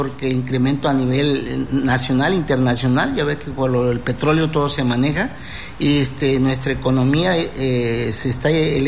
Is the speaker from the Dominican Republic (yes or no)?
no; Tapachula, Chiapas, Mexico; moved away as an adult; also born or lived in Guadalajara; now in Tonalá, Mexico; yo de los 7 años salí de aquí de Tonalá y nos mandaron a Tapachula. Tapachula, ahí hice la primaria, secundaria, prepa, y de ahí pues me mandaron a la ciudad de Guadalajara, la Autónoma de Guadalajara. Soy egresado de la Autónoma de Guadalajara.